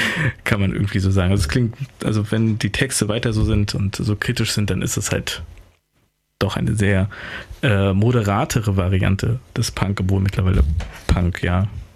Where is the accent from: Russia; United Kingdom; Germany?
United Kingdom; wir kommen ja, das kommen aus Großbritannien.